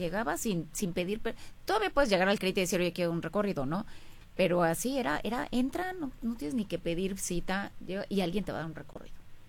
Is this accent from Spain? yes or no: no; Mexico; No, pero soy mexicana.